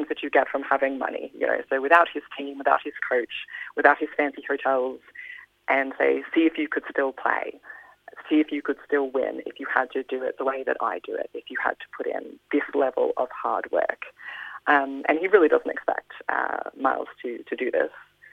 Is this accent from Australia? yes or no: yes; Australia; I do think because, well, one, it's my natural voice. I'm Australian, so like everything that's going to come out of my writing is going to naturally sound Australian.